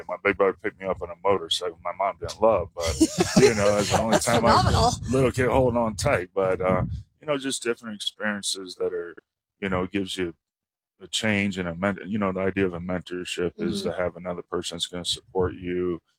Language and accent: English; Indiana, United States; moved away; Like, duh, like I'm from Indiana.